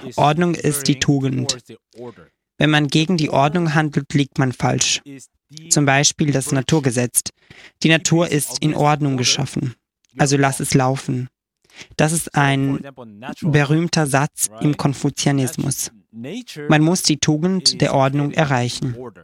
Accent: South Korea; Gott hat mich als Koreaner geschaffen, ich kann das nicht leugnen.

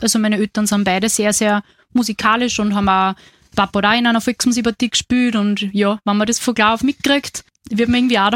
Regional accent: Rechberg, Upper Austria, Austria; Ich komme aus Rechberg

